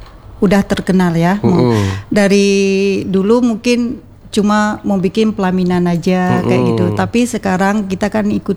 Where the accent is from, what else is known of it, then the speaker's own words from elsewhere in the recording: Meulaboh, Aceh, Indonesia; daerah khususnya kita Melabo, Aceh Barat